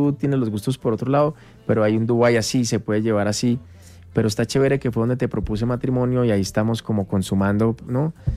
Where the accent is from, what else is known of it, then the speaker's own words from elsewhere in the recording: Colombia; Sí, me iba, pero bueno, en últimas pensé en mi tierra. ¿Sabes qué pasó? Como que... Era más fácil que bajáramos nosotros cuatro a hacer mover media Colombia para allá